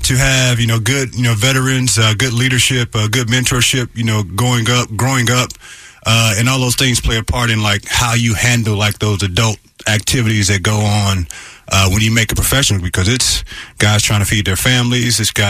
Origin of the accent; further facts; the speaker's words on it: St. Louis, Missouri, United States; I'm from St. Louis, so everywhere I go, we talk about St. Louis